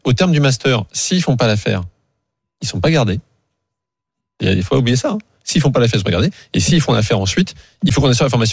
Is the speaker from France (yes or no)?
yes; France; Moi, je suis un Français comme tout le monde, quoi.